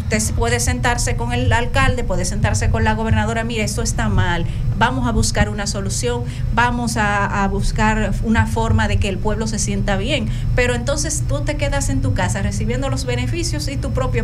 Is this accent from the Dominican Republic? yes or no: yes; Barahona, Dominican Republic